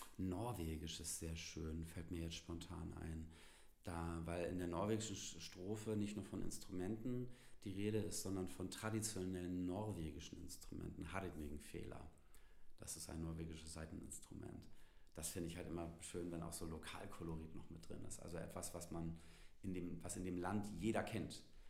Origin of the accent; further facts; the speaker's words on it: Northern Germany, Germany; als Norddeutscher